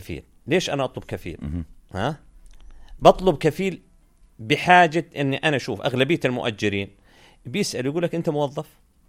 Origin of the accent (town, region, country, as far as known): Jordan